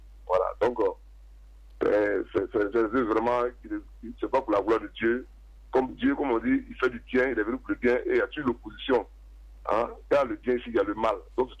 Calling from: Toumodi, Lacs, Côte d’Ivoire; Oui, j'appelle de Toumoudi.

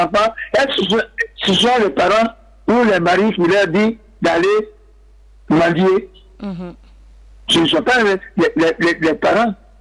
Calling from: San-Pédro, Côte d’Ivoire; Je suis du passage à Bilan, mais je vis à San Pedro, quartier Toulay.

